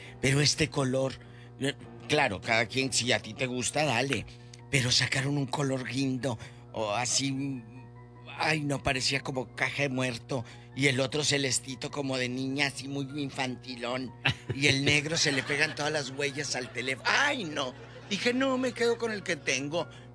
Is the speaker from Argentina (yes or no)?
no; Matamoros, Tamaulipas, Mexico; Estaba viendo un artículo de allá en mi tierra, de Matamoros, donde unas familias de una colonia, y en la colonia San Francisco, la colonia Buenavista, que han sido colonias de toda la vida tranquilas